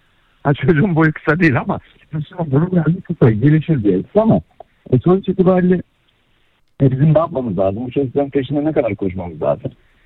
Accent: Istanbul, Turkey; Ya ben İstanbul'dan.

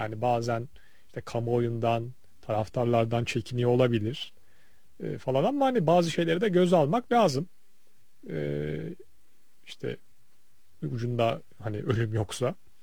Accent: Bursa, Turkey; Bir Bursalı olarak bu sene çok iyi şeftali yemedim.

